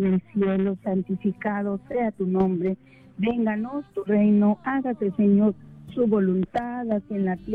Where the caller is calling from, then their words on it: San Bernardino, California, United States; Estoy hablando de San Bernardino, California.